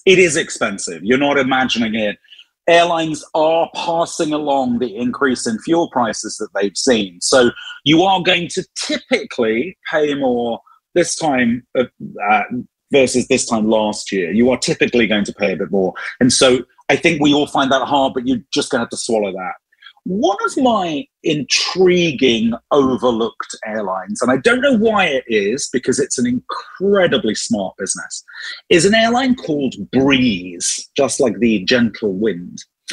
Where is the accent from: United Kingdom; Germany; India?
United Kingdom; moved away as an adult; now in United States; I grew up in Britain. I've lived in America for most of my adult life, but I grew up in Britain.